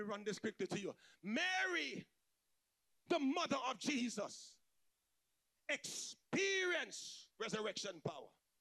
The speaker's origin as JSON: {"language": "English", "country": "St. Vincent & Grenadines", "tie": "born or raised there", "moved": "yes", "said": "I grew up in St. Vincent."}